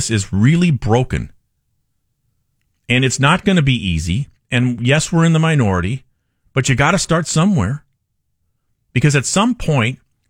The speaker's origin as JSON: {"language": "English", "region": "California", "country": "United States", "said": "I'm going to vote for what's good for me as a Californian, as a taxpayer."}